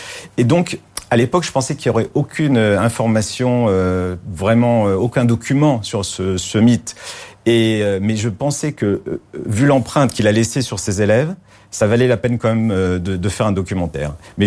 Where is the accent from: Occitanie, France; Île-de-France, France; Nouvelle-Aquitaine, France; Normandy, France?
Île-de-France, France; Paris; born there; Alors, j'étais adolescent, je suis né à Paris, vous savez